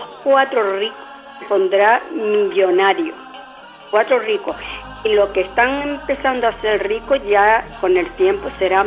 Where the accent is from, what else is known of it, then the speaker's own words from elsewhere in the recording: Canary Islands, Spain; yo soy española y primero, y también soy canaria